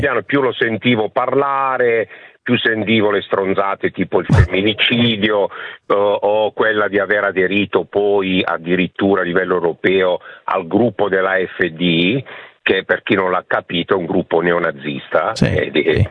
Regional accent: Apulia, Italy; now in Como, Italy; Per me, che sono pugliese di origine e vivo a Como dall'83, è sempre un problema pronunciare la O.

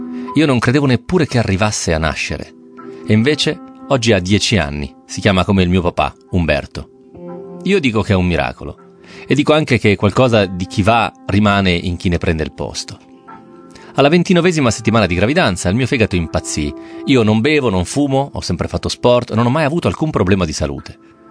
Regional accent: Como, Lombardy, Italy; Mio padre veniva da una famiglia povera. Noi siamo di Como.

